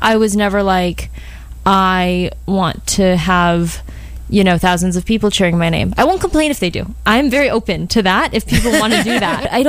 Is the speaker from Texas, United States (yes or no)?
no; Los Angeles, California, United States; I identify so strongly as a Valley girl. First of all, I want to set the record straight. I went to school in the Shokes. I grew up in Tarzana. I have so much Tarzana pride.